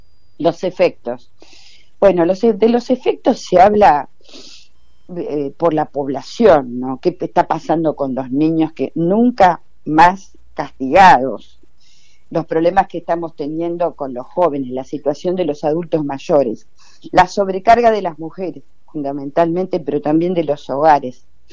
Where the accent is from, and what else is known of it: Argentina